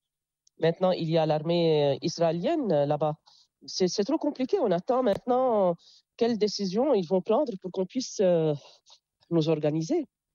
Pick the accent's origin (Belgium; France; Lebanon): Lebanon; Jounieh, Keserwan-Jbeil; Et puisque je suis de Jounieh, vous voyez, l'élève ou bien l'enfant dépend de son environnement. À Jounieh, il y a la plage, il y a la mer. Donc, je pense que les vagues, quand je méditais, les vagues dès mon enfance